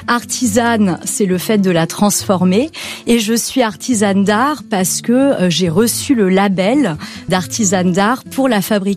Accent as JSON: {"language": "French", "town": "Les Baux-de-Provence", "region": "Provence-Alpes-Côte d'Azur", "country": "France", "tie": "born or raised there", "said": "j'ai grandi au Beau de Provence. Mes parents y sont encore installés."}